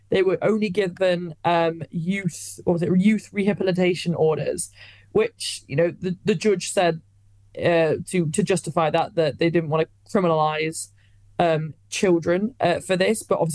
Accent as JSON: {"language": "English", "country": "United Kingdom"}